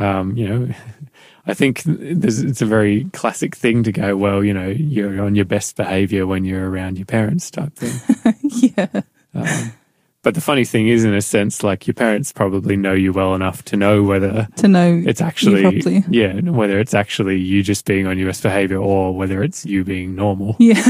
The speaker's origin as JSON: {"language": "English", "country": "Australia", "said": "I know being an Australian, whenever you travel overseas, the instant you hear another Australian voice"}